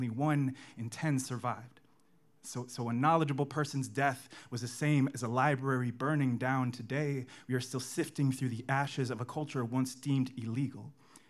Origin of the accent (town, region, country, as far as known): Hawaii, United States; born or raised there